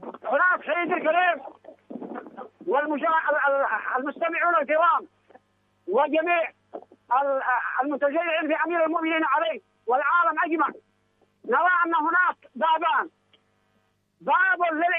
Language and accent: Arabic; Yemen; أحدثك من بين الألوف المؤلفة في ساحة الغدير في ساحة محلة بني أسد عزلة حق مديرة المحابشة